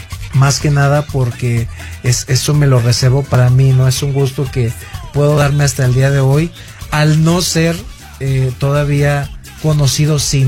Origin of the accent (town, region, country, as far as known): Mexico